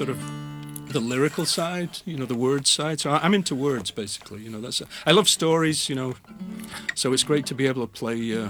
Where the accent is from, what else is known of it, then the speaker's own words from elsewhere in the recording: Crewe, North West England, United Kingdom; moved away; My hometown is called Crewe. It's a railway town.